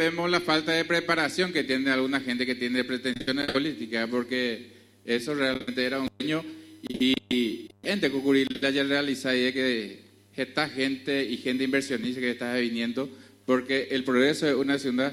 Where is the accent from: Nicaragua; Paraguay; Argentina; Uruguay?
Paraguay; somos paraguayos